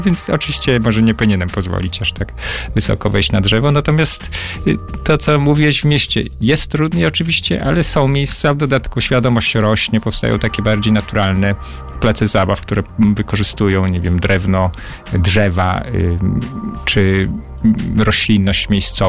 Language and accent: Polish; Bielsk Podlaski, Podlaskie Voivodeship, Poland; moved away; wychowaliśmy się w Bielsku Podlaskim. Do trzeciego roku życia mieszkaliśmy w tym samym bloku.